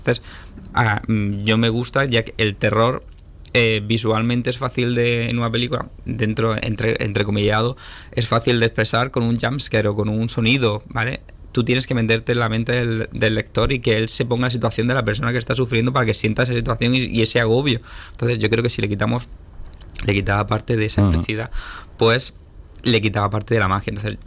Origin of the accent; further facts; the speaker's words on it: Almería, Andalusia, Spain; also born or lived in Melilla; yo al final soy de Almería, lo poco, lo mucho que tengo, es me he criado aquí, mi madre es de aquí, mi padre es de Melilla, yo también nací, aunque nací en Melilla, yo me siento almeriense